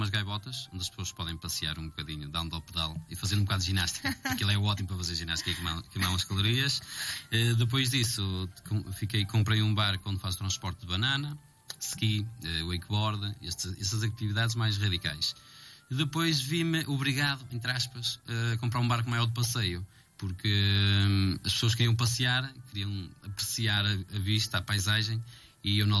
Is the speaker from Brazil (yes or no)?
no; Marco de Canaveses, Norte, Portugal; Eu nasci ali